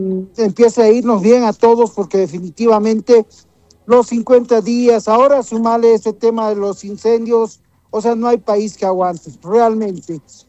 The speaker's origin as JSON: {"language": "Spanish", "country": "Bolivia", "said": "somos bolivianos"}